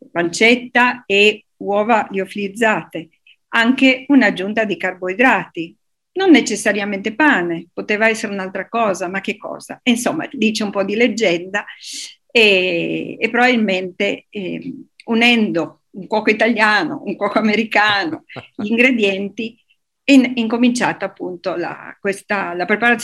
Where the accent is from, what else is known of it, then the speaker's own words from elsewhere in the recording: Turin, Piedmont, Italy; Io sono di Torino